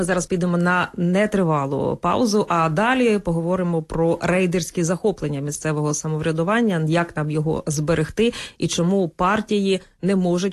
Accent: Sumy Oblast, Ukraine; я теж з Сумщини, і в нас вже є населені пункти, які повністю розтрощені, так?

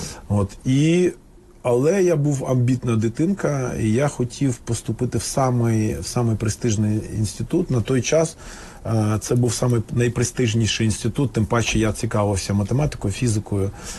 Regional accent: Kyiv, Ukraine; Я киянин, так.

